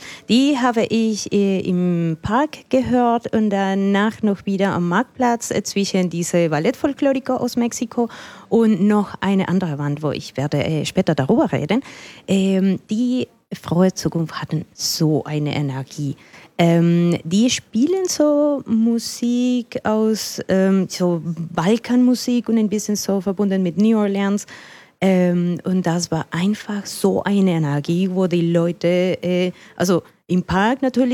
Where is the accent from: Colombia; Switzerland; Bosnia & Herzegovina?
Colombia; German is a second language; now in Germany; Also als Kolumbianer hier in Deutschland